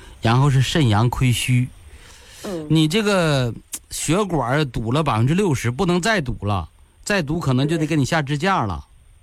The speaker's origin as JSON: {"language": "Chinese", "region": "Northeast China", "country": "China", "said": "我也是东北的，咱俩是老乡。"}